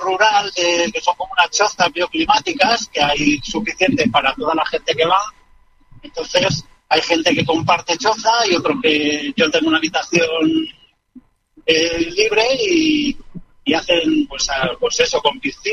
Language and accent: Spanish; Madrid, Community of Madrid, Spain; Claro, porque es que hay gente de Palma de Mallorca, de Madrid, yo vengo de Madrid, hay más gente de Madrid, gente del sur, por ahí, yo no sé.